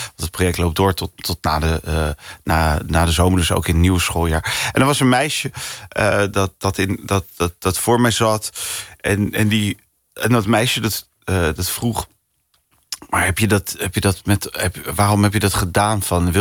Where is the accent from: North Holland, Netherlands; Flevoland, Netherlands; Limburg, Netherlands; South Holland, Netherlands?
South Holland, Netherlands; Rotterdam; Ja, ik ben een Rotterdammer.